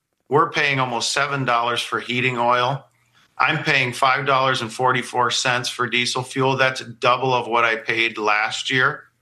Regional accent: New York, United States; farmer born and raised in the St. Lawrence Valley

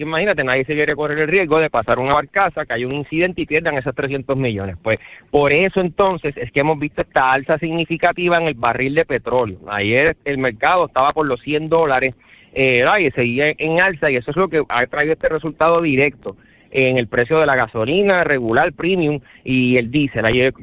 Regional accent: Cataño, Puerto Rico; lógicamente yo soy de Cataño, vivo allí me casé, allí estoy criando a mis hijos.

